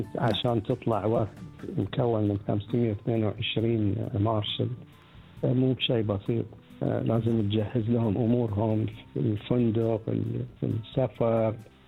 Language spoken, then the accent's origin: Arabic; Bahrain